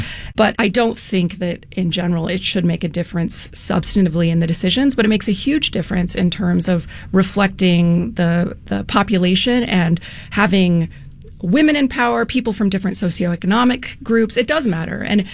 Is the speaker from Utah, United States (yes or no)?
yes; Utah, United States; I grew up here in Utah.